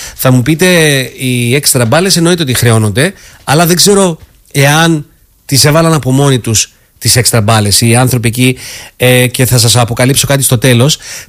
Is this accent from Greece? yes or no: no; Cyprus; accent: Cypriot English; μου βγαίνουν αυθόρμητα και πολλές φορές είναι λίγο κυπριακά αγγλικά